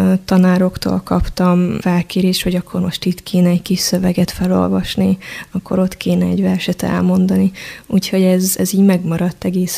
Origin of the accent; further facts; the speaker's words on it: Nagykálló, Szabolcs-Szatmár-Bereg, Hungary; born there; Nagykállóban, a Nagykállói Általános Iskolában.